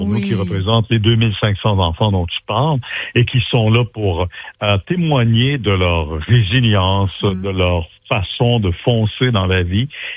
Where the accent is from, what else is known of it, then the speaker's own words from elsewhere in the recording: Quebec, Canada; chez nous, au Québec